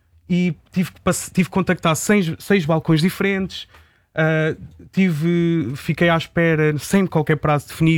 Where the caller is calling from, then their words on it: Leiria District, Centro, Portugal; Eu vivo perto da Nazaré. Sou do distrito de Leiria, sim.